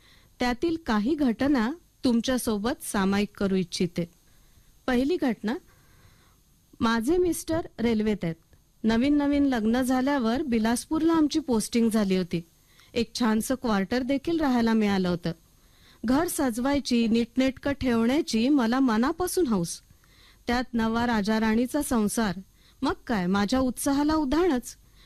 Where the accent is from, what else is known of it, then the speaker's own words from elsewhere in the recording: Nagpur, Maharashtra, India; moved away as an adult; also born or lived in Bilaspur, Chhattisgarh; माझं माहेर नागपूरचं, महाराष्ट्रातून एकदम छत्तीसगडमध्ये गेले. तेथील वातावरणात, संस्कृतीमध्ये प्रचंड तफावत. संपूर्ण मराठी वातावरणात वाढलेली मी मोडकं तोडकं हिंदी बोलत